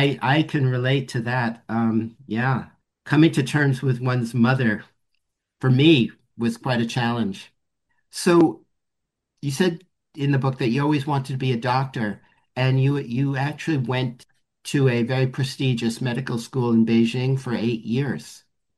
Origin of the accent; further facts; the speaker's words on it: New York City, New York, United States; born there; When I was a child, a young child, I used to go down to Chinatown in New York City with some of the other street urchins